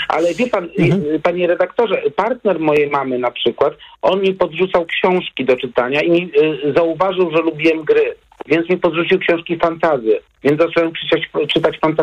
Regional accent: Warsaw, Masovian Voivodeship, Poland; ja wychowywałem się na takim osiedlu na obrzeżach Warszawy

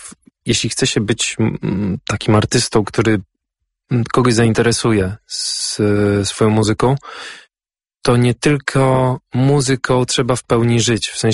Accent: Skierniewice, Łódź Voivodeship, Poland; born there; urodziłem się w Skierniewicach i po prostu to wystarczy. Nie muszę się urodzić w Warszawie, żeby robić karierę.

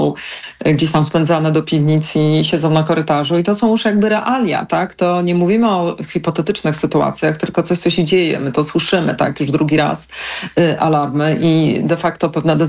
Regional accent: Lublin Voivodeship, Poland; Tak, ja jeśli mogę dodać, to jak państwo wiecie, pochodzę z Lubelszczyzny

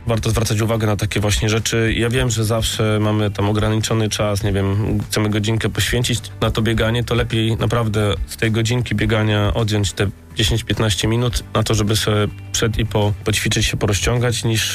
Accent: Gdańsk, Pomeranian Voivodeship, Poland; W mojej młodości jestem z 1980 roku, wychowałem się na osiedlu Chełm tutaj w Gdańsku

